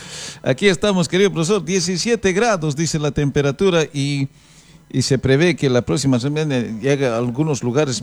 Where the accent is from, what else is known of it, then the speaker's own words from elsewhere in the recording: Peru; moved away; En mi natal Yallago